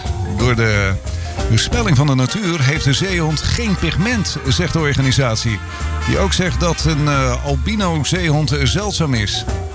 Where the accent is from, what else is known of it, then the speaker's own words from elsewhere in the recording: Goeree-Overflakkee, South Holland, Netherlands; Ik kom natuurlijk zelf van Goeree Overflakkee.